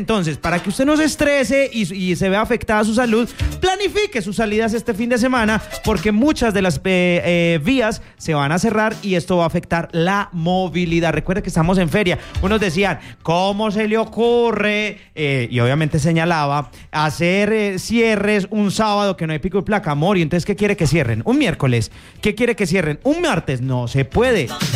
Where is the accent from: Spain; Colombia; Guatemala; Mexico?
Colombia; Antioquia; También vamos a tener fondas de mi pueblo antioqueño.